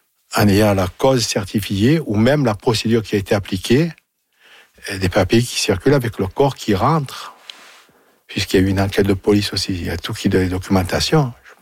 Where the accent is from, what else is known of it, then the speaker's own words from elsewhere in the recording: Marseille, Provence-Alpes-Côte d'Azur, France; accent: Marseille; Je suis d'importation, avec mon accent, justement, de Marseille, bien sûr